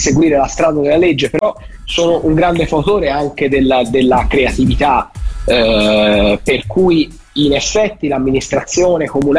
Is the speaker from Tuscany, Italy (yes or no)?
yes; Florence, Tuscany, Italy; penso che da fiorentini, da tifosi della Fiorentina, da frequentatori dello stadio, io sono abbonato in maratona